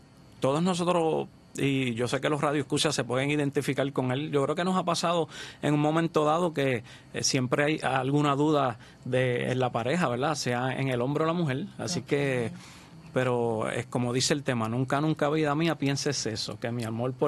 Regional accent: Orocovi, Puerto Rico; De corazón, de allá del campito de Orocovi

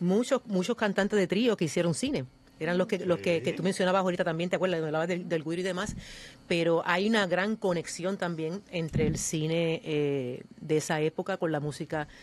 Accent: Patillas, Puerto Rico; porque es Patillas, y ese es mi pueblo

